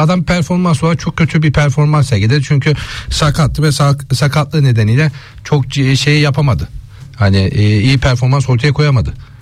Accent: Bulancak, Giresun, Turkey; ben dedim Giresunlu, Tomaklar var bizim Bulancak'tan falan.

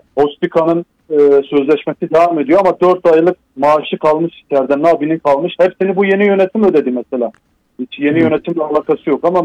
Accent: Van, Turkey; burası benim memleketim olduğu için abi ben susamam.

